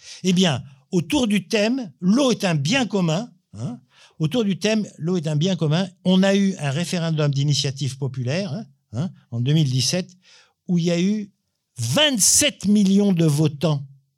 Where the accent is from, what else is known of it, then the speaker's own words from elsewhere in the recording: Rabat, Rabat-Salé-Kénitra, Morocco; Moi, je suis né au Maroc. À Rabat, bon, j'ai habité plusieurs quartiers